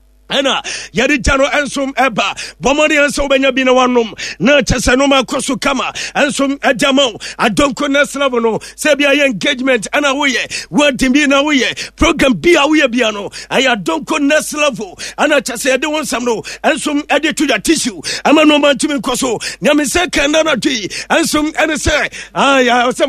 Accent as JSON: {"language": "English", "town": "Kumasi", "region": "Ashanti", "country": "Ghana", "said": "I'm from Kumase 961"}